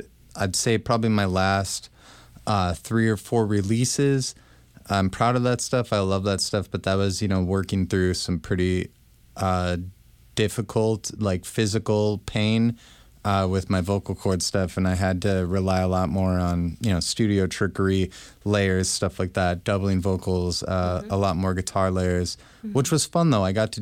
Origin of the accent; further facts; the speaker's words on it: St. Paul, Minnesota, United States; moved away as an adult; also born or lived in Oakdale, Minnesota / New York / California; I grew up in East St. Paul, And then I moved to Oakdale when I was a bit older